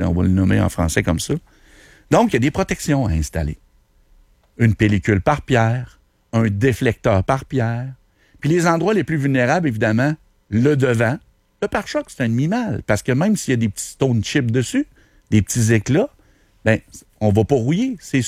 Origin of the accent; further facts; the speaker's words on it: Quebec City, Quebec, Canada; Saint-Émile, mon patelin, mon Oud.